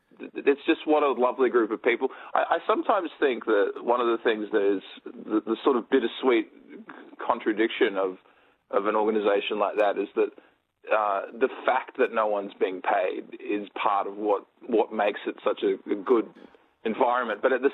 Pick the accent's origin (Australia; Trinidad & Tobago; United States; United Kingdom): Australia; Sydney, New South Wales; I'm from Sydney originally, and so I grew up with 2CR and FBI as well.